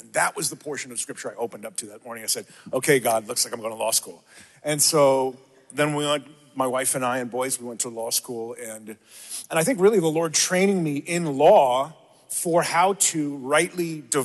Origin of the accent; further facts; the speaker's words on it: New York, United States; also born or lived in Portland, Oregon; Well, first, I'm a New Yorker. I grew up in church.